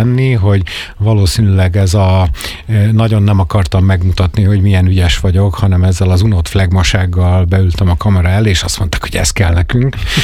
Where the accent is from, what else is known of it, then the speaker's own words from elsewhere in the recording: Pécs, Baranya, Hungary; moved away as an adult; now in Budapest, Hungary; én pécsi srác vagyok